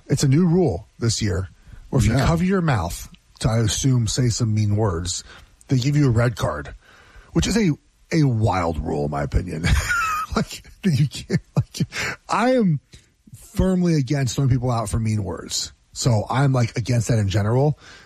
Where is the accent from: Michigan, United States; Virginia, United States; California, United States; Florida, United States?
California, United States; Los Angeles; moved away; I'm from Los Angeles. I don't live in LA anymore.